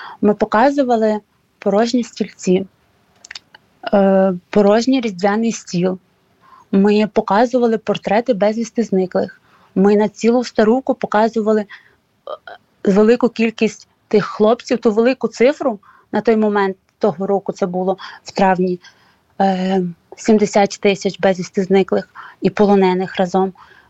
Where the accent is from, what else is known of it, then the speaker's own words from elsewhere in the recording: Ivano-Frankivsk, Ivano-Frankivsk Oblast, Ukraine; now in Warsaw, Poland; Кожної неділі у Івано-Франківську, я сама з Івано-Франківська, проходять акції підтримку безвісти зниклих і полонених.